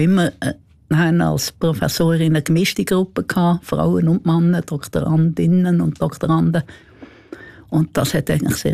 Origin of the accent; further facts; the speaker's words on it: Solothurn, Switzerland; Ich bin zwar nicht Berner, ich bin Solothurner